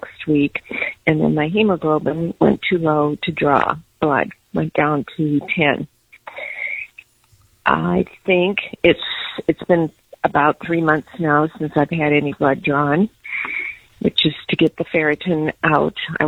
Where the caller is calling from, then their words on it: Moline, Illinois, United States; I am from Moline, Illinois.